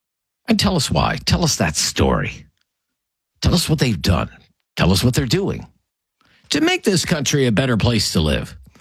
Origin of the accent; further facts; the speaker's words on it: Canada; Because Terry Fox ran through my hometown. Our teachers talked about him in school. He was on the news every night. He was a hero to me and millions of Canadians.